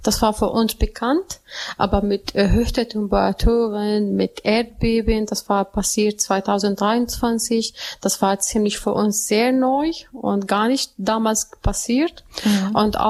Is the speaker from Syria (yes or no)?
yes; Syria; chaftlerin im Bereich erneuerbare natürliche Ressourcen und Umweltschutz und Klimabotschafterin und komme ich aus Syrien.